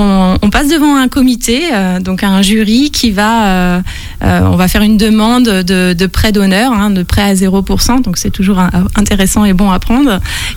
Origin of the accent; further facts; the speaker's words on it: Chalon-sur-Saône, Bourgogne-Franche-Comté, France; Eh bien, je viens de Chalon. Donc, je n'ai pas vraiment bougé. Je suis restée dans le secteur.